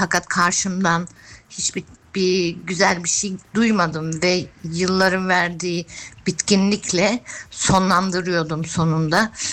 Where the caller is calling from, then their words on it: Mörfelden-Walldorf, Hesse, Germany; Mörfel'le Waldorf'tan arıyorum.